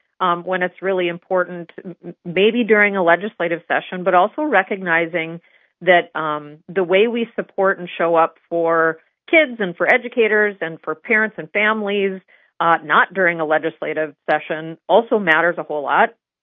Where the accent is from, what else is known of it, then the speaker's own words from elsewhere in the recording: Ray, North Dakota, United States; So here in Bismarck or my hometown of Ray, where whatever size community, public schools have a huge impact.